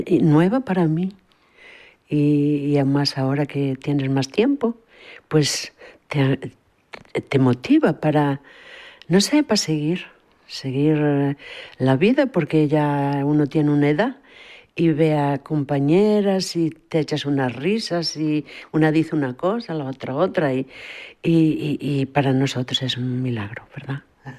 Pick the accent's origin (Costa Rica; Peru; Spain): Spain; Galicia; now in Switzerland